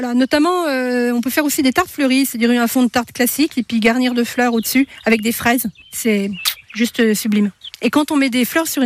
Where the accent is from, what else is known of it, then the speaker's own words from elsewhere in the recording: Bourgogne-Franche-Comté, France; moved away; J'ai grandi dans l'Aussois, à Arconcé, petit village de l'Aussois. Un village d'élevage, donc des prés, des pâtures et puis des bords de champs avec plein de fleurs différentes.